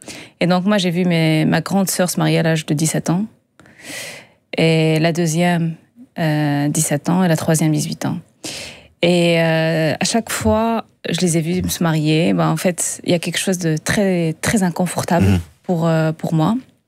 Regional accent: Agadir, Souss-Massa, Morocco; born there; Moi, je suis née au Maroc, au Sud du Maroc, à Agadir.

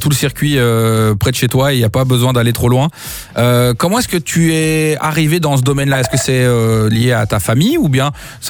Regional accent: Belgium; chez nous en Belgique

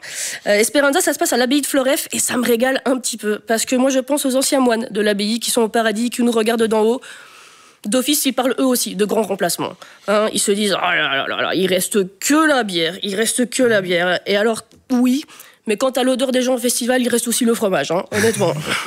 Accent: Namur, Wallonia, Belgium; Moi, je suis d'Amiroise

